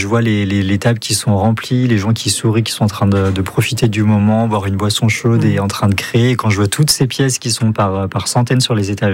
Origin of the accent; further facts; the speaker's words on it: Chambéry, Auvergne-Rhône-Alpes, France; born there; J'y suis né.